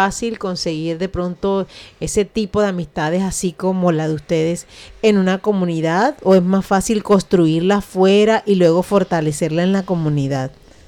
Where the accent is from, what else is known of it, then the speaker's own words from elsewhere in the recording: Córdoba, Colombia; moved away; ustedes saben que yo vengo de Córdoba